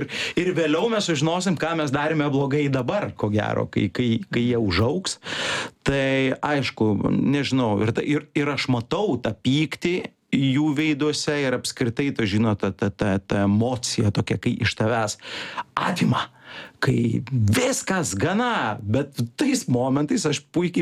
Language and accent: Lithuanian; Klaipėda, Klaipėda County, Lithuania; moved away as an adult; now in Vilnius, Lithuania; aš kaip klaipėdietis, aš visada turėjau kur važiuoti. Aš turėjau Šventąją, aš turėjau Palangą, aš turiu Kintus, Ventės Ragą, Nidą galų gale ir taip toliau, ir taip toliau. Ten Klaipėda yra puikus taškas. Kuomet atsikėliau gyventi Vilniuje